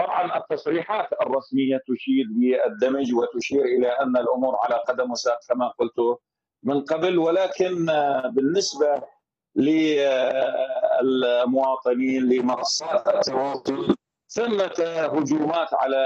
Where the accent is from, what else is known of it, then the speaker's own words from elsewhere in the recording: Syria; نحن كسوريين